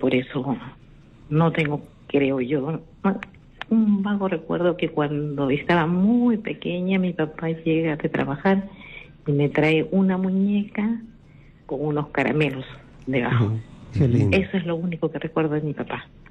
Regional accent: Chincha, Ica, Peru; Aló, buenas noches. … de Chincha.

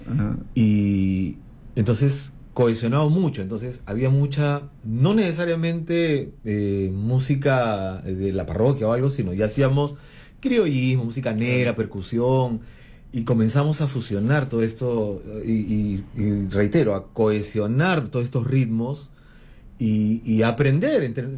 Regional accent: Barranco, Lima, Peru; pues, si somos de Barranco, porque somos Barranquito.

